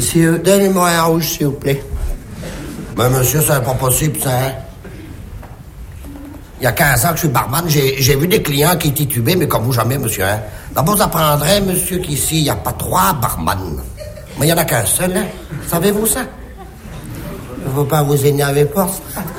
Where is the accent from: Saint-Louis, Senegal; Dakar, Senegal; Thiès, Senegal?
Dakar, Senegal; Alors que je suis né à Dakar, à 20 ans, on m'a dit qu'il fallait opter pour la nationalité. Ah, j'ai dit, je suis bien, moi, à Dakar.